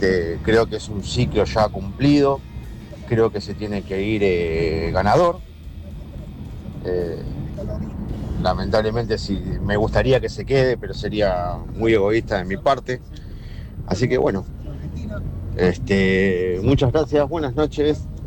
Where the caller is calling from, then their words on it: Temperley, Buenos Aires Province, Argentina; de Temperley.